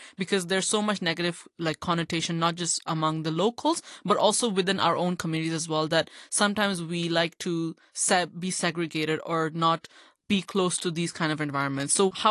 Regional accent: Hong Kong; Now, Pakistani, female, hijabi. I know I grew up in Hong Kong, born and raised here.

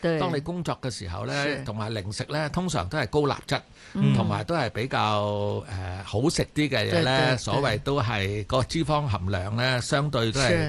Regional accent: Guangdong, China; 我哋广东话叫做大震啊

